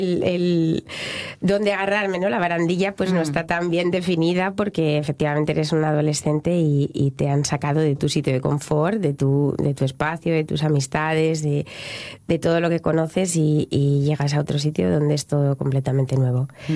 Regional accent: Gijón, Asturias, Spain; born there; No, pero yo nací en Gijón.

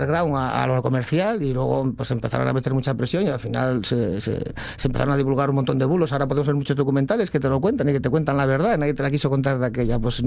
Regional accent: Asturias, Spain; yo que soy muy asturiano y me considero muy asturiano, llevo la bandera de Asturias por todo el mundo

